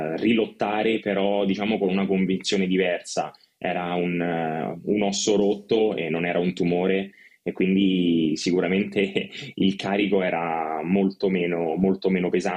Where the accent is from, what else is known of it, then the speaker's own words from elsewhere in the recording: Rome, Lazio, Italy; io sono di Roma, sono nato a Roma, cresciuto a Roma